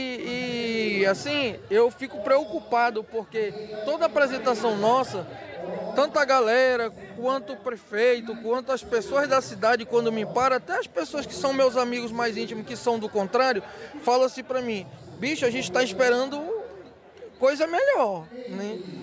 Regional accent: Manacapuru, Amazonas, Brazil; Eu venho de uma cidade que respira festival. Eu sou de Manacapuru, da terra da Ciranda. E eu cresci nesse meio aí

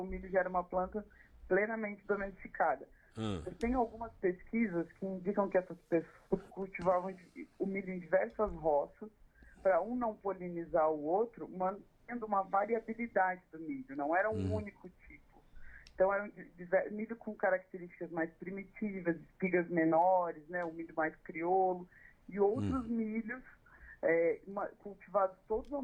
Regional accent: Brazil; Eu sou brasileira

